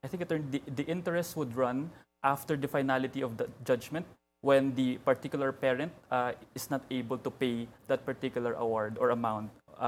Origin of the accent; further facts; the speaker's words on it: Iloilo City, Western Visayas, Philippines; and I'm from Iloilo City